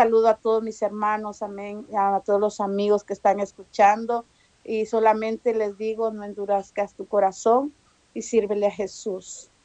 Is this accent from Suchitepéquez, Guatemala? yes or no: yes; Mazatenango, Suchitepéquez, Guatemala; born there; moved away; Yo soy yo nací en Mazatenango